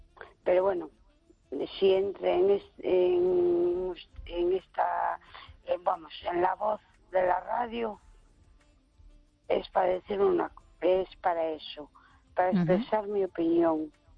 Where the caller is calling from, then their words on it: A Coruña, Galicia, Spain; de Coruña.